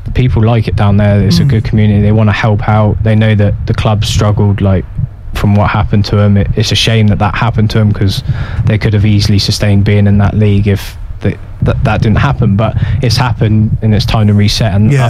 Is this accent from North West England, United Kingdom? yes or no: no; South West England, United Kingdom; I lived in Hammer, I grew up in Hammer.